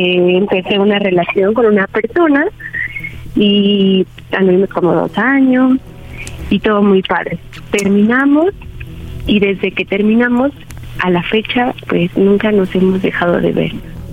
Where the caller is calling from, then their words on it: Guadalajara, Jalisco, Mexico; 34, de Guadalajara.